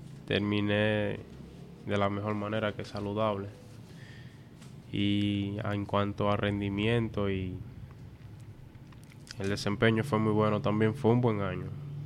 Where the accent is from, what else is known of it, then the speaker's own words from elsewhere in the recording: Baní, Peravia, Dominican Republic; nacido y crecido aquí en Baní.